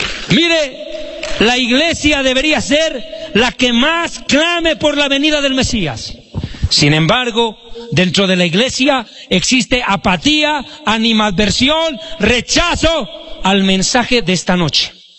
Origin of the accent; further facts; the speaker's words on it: Bolivia; now in Bogotá, Colombia; en la ciudad de La Paz, Estado Plurinacional de Bolivia, sede del gobierno de mi nación